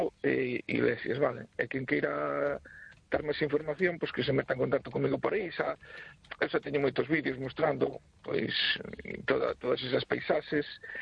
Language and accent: Galician; Cee, Galicia, Spain; e sobre todo esta última parte no século XX na miña terra, non en Cee.